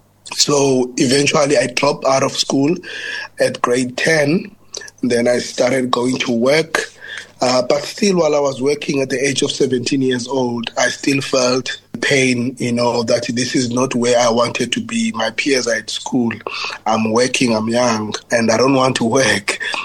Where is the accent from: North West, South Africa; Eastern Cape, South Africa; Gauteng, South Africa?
Eastern Cape, South Africa; Ilitha Park; Growing up in Ilitha Park, Ilitha Park is a suburb in South Africa that was catered for people that were working for the government.